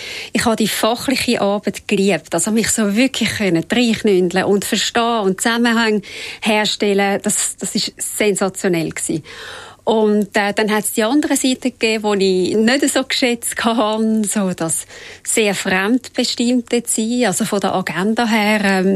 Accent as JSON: {"language": "German", "town": "Räterschen", "region": "Zurich", "country": "Switzerland", "tie": "born or raised there", "said": "ich bin in Räterschen aufgewachsen und es gibt in den Dörfern gibt's immer Parteien"}